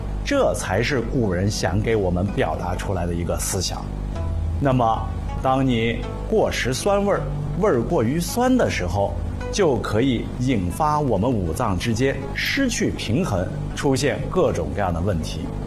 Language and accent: Chinese; China; 我们中国人特别讲究这个和，凡事是不能太过呀。